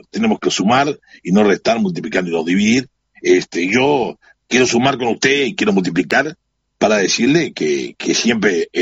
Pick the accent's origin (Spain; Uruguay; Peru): Spain; Canary Islands; Siempre estamos al alpiste, como buenos canarios que somos